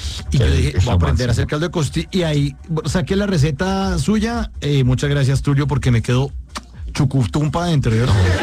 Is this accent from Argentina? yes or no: no; Bogotá, Colombia; now in Medellín, Colombia; yo soy bogotano y estoy viviendo en Medellín